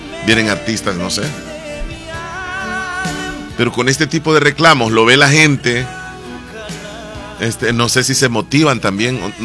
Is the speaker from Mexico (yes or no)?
no; El Salvador; nosotros los salvadoreños somos únicos también, ¿va? Mi país.